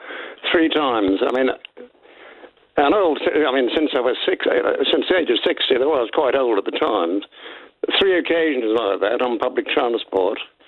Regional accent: Liverpool, North West England, United Kingdom; moved away; I was raised in Liverpool. I don't live there anymore.

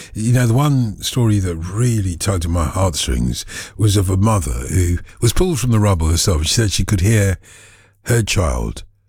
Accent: Nigeria; moved away; You know, when I came here from Nigeria, I was thinking, all my school friends.

